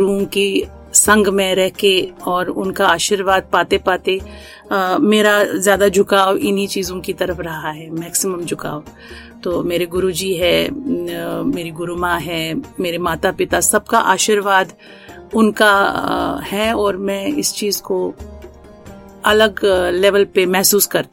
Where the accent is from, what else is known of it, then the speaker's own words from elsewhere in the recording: Jammu and Kashmir, India; یہ میری بھاگی کی بات ہے کہ میں کشمیر سے جڑی ہوں, میں کشمیری ہوں, کشمیری پنڈت ہوں. تو ہمارے خون میں ہی دوڑتا ہے وہ سب پوئٹری جو ہماری ہے.